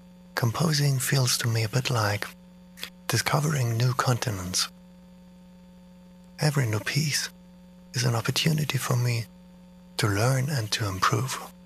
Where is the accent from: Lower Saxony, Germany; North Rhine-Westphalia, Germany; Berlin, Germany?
Berlin, Germany; I'm a composer from Berlin